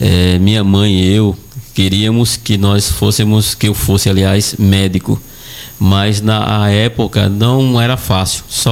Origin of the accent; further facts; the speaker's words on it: Penedo, Alagoas, Brazil; also born or lived in Coruripe; eu tive a oportunidade de estudar aqui na minha terrinha, Penedo, né?